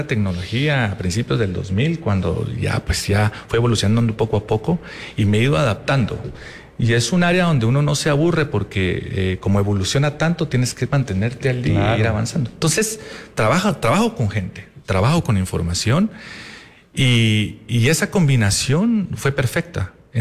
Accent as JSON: {"language": "Spanish", "country": "Guatemala", "tie": "born or raised there", "moved": "yes", "lives_now": "United States", "said": "yo mantengo mi ciudadanía, soy ciudadano americano, pero mantengo mi ciudadanía americana, sí, guatemalteca."}